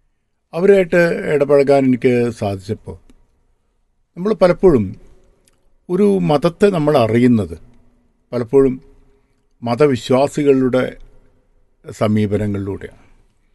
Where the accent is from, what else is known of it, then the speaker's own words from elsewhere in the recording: Pappinippara, Kerala, India; മലപ്പുറം ജില്ലക്കാരൻ എന്ന നിലയിൽ ഏറെ അഭിമാനിക്കുന്ന ഒരാളാണ് ഞാൻ. ഞാൻ ജനിച്ചത് വളർന്നതൊക്കെ തന്നെ മഞ്ചേരിക്കടുത്തുള്ള പാപ്പിനിപ്പാറ എന്ന് പറയുന്ന ഗ്രാമത്തിലാണ്. അവിടെ ഏതാണ്ട് തകർന്നു കടിഞ്ഞ ഒരു നായർ തറവാട്ടിലാണ് എൻ്റെ ജനനം.